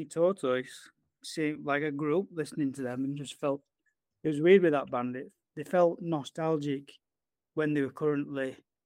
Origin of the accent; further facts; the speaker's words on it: Rotherham, Yorkshire and the Humber, United Kingdom; I'm an artist from Rotherham in UK